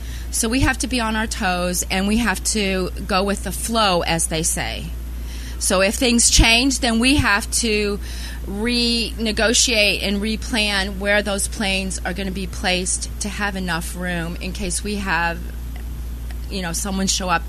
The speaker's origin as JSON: {"language": "English", "town": "St. Augustine", "region": "Florida", "country": "United States", "said": "I'm from St. Augustine, Florida."}